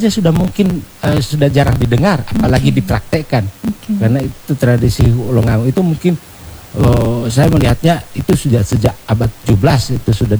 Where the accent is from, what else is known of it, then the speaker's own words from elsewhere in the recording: Gorontalo, Indonesia; kita orang Gorontalo memiliki begitu beragam tradisi budaya yang mengandung nilai-nilai pengajaran yang patut dihayati dan dilestarikan oleh orang Gorontalo itu